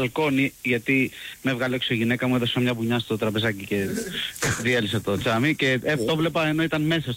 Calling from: Kifisia, Attica, Greece; από την Κηφισιά.

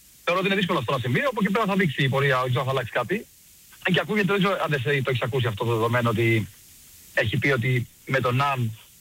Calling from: Peristeri, Attica, Greece; Εγώ είμαι από το Περιστέρι, Ολυμπιακός.

